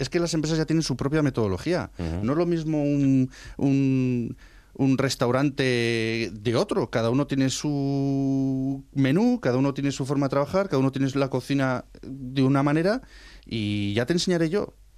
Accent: Burgos, Castile and León, Spain; now in Extremadura, Spain; Que aquí en Extremadura, yo que soy de Burgos, aquí en Extremadura se puede diferenciar muy bien, ¿no?

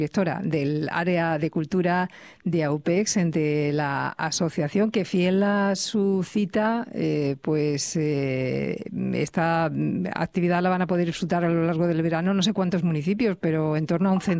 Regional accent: Extremadura, Spain; Yo ya tengo una edad, Marta, y recuerdo de pequeña en mi pueblo, en un pueblo de la provincia de Badajoz

